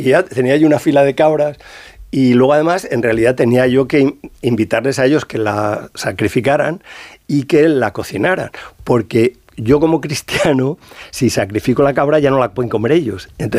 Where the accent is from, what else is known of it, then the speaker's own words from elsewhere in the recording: Madrid, Community of Madrid, Spain; now in Salamanca, Spain; yo soy madrileño y ahora estoy adoptado en Salamanca por la cátedra, ¿no? Pero vengo aquí feliz.